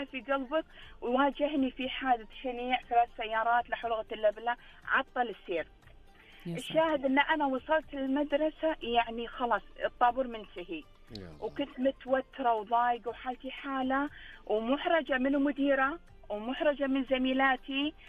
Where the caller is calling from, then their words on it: Dammam, Eastern Province, Saudi Arabia; من الشرقية الدمام